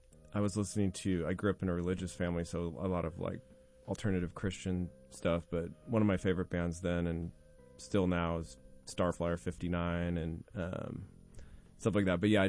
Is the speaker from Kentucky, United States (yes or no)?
no; Yakima, Washington, United States; now in Seattle, United States; So I grew up in Yakima